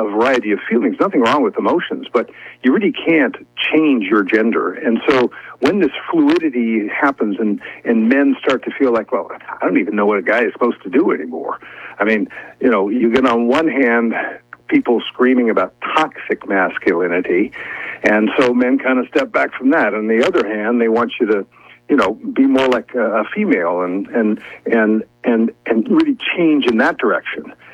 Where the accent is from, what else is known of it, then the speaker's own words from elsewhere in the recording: Oregon, United States; Well, I'm from Oregon. I'm Central Oregon.